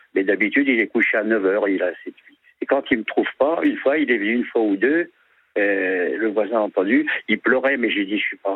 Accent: Montigny-lès-Cormeilles, Île-de-France, France; Non, 4 garçons, une famille très unie. On a grandi à Montigny-les-Cormeilles, pour les auditeurs qui connaissent

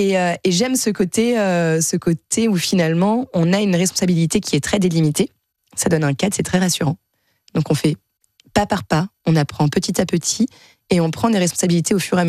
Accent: France; moved away as an adult; now in Mexico; comme je suis française

